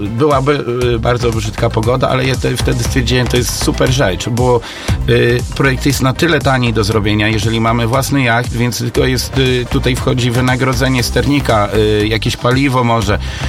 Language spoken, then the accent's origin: Polish; Nowa Wieś, Warmian-Masurian Voivodeship, Poland; ja mieszkam na wsi, także jestem z Nowej Wsi